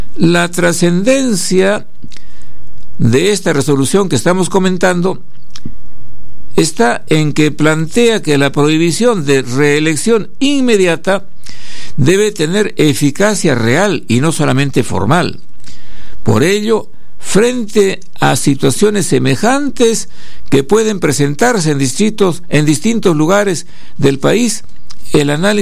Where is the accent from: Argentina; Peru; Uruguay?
Peru; como los peruanos somos intonsos y vivimos en un país bananero